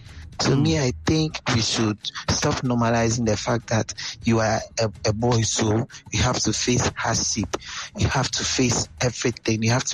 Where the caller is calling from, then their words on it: Jamestown, Greater Accra, Ghana; Yes, I'm speaking from Jamestown.